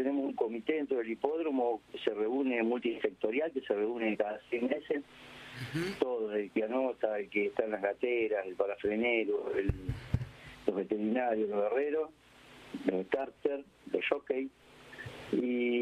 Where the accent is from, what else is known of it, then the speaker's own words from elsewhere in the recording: Lincoln, Buenos Aires Province, Argentina; moved away as an adult; now in San Isidro, Argentina; La verdad que a mí me gustó siempre, de chico, en Lincoln.